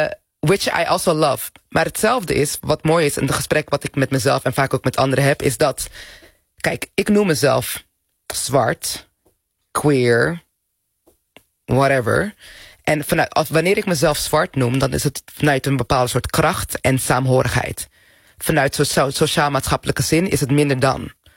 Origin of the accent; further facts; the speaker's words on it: Netherlands; born there; Nogmaals, ik ben hier geboren... Mijn moeder en mijn vader zijn onder de Nederlandse vlag geboren.